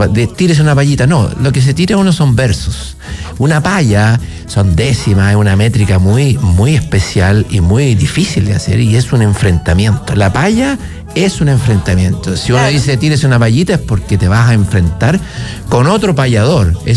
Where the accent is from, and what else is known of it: Chile